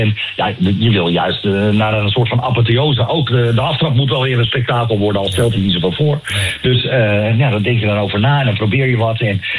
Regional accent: Haarlem, North Holland, Netherlands; En ik kom zelf uit Haarlem

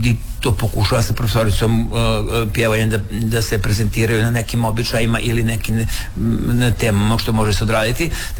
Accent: Subotica, Vojvodina, Serbia; kod nas u Subotici

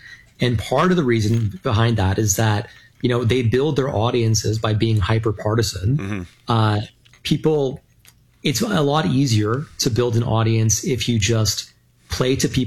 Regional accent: Canada; as a Canadian

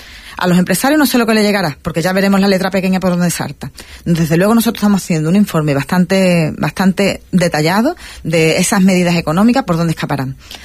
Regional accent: Ceuta, Spain; primero, ante que todo, soy ciudadana ceutí

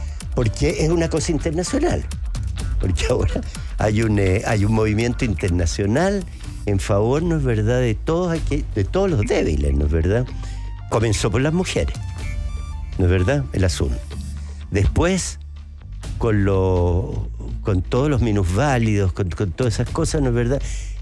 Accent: Chile; Los más racistas que hay somos los chilenos.

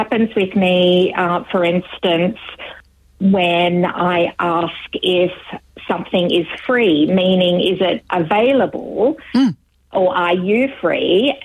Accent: Sydney, New South Wales, Australia; And I'm from Sydney and it was set in Sydney.

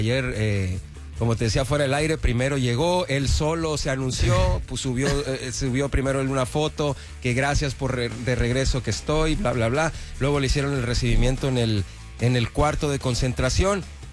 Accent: Mexico; Por ese lado, siento que sí deberíamos de apoyarlo como mexicano.

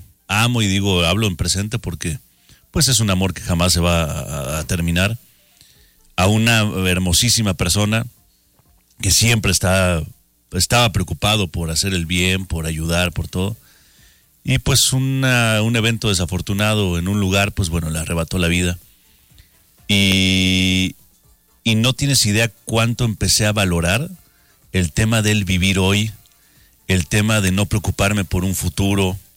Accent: Mexico City, Mexico; yo soy chilango

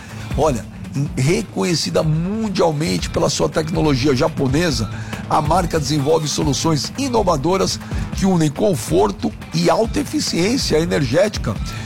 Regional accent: Brazil; sou brasileiro

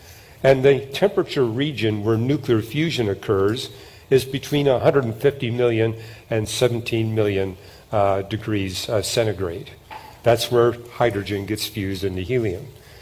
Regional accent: Canada; I'm not from Germany, I'm from Canada

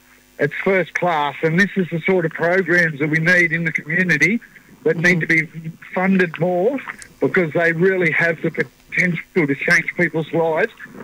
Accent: Brewarrina, New South Wales, Australia; proud Nampar man. My mob's from Brewarrina. I was part of the stolen generation.

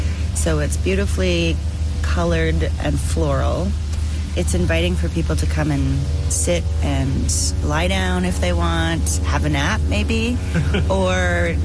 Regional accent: Winnipeg, Manitoba, Canada; I'm from Manitoba, Winnipeg.

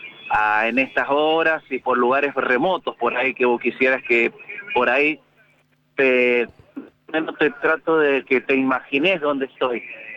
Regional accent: Mendoza, Argentina; Mira, soy de Mendoza, pero estoy trabajando acá en Neuquén.

